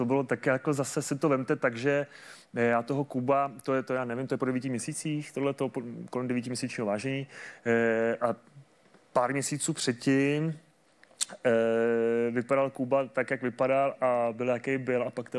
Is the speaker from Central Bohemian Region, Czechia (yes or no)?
no; Pardubice, Pardubice Region, Czechia; Já jsem z Pardubic